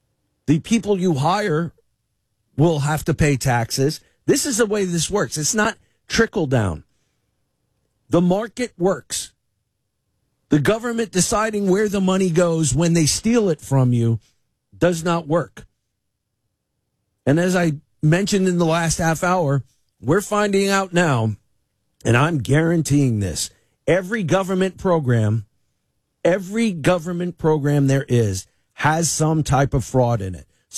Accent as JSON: {"language": "English", "country": "United States", "said": "I'm an American."}